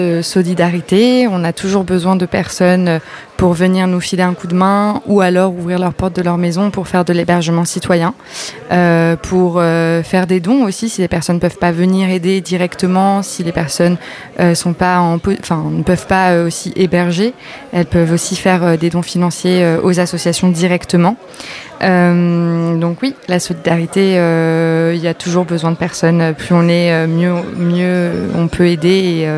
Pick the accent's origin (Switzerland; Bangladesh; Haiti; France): France; Calais, Hauts-de-France; je viens de Calais.